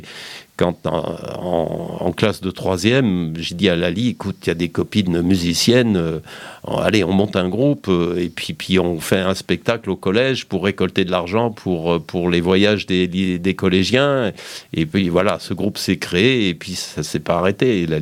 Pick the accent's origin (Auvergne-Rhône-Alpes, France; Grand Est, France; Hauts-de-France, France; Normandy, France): Auvergne-Rhône-Alpes, France; Die; moved away; j'ai quand même donc vécu toute mon enfance à Die, où j'ai quand même fait beaucoup de musique à Die, à la MJC.